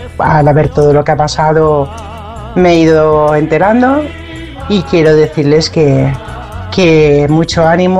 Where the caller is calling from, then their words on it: Spain; que somos españoles